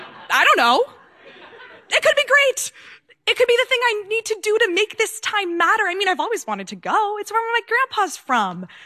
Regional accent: California, United States; it kind of looks like where we grew up in California.

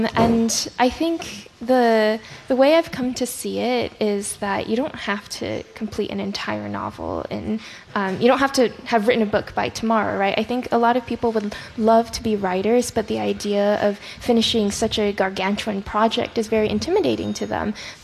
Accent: United States; born there; first language Chinese; English is a second language; My first language was Chinese, but then we moved to the U.S. when I was very young. So then my English rapidly overtook my Chinese. For the first few years in elementary school, I had a very thick accent.

